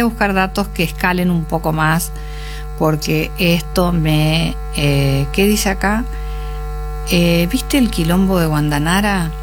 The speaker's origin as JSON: {"language": "Spanish", "region": "Santa Fe", "country": "Argentina", "moved": "yes", "said": "soy del interior profundo. No soy de Corrientes, yo soy santafesina de origen, pero viví en el campo."}